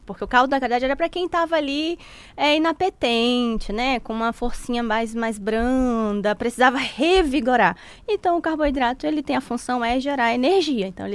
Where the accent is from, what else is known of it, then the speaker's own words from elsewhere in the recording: Boa Vista, Roraima, Brazil; moved away; also born or lived in Manaus / São Paulo; eu sou de Boa Vista, né? Fui morar em Manaus e depois fui morar em São Paulo e trabalhei em hospital lá em São Paulo.